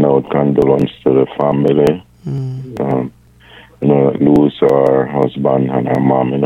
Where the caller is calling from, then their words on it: Mount Vernon, New York, United States; I am from Mount Vernon